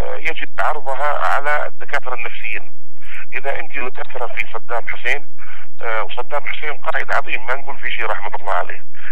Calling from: Yemen; احنا شعب يمني لنا سيادتنا

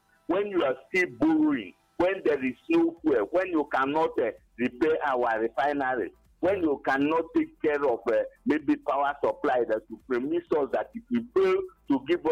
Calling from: Agbani, Enugu State, Nigeria; I'm calling from Abapani Senugu.

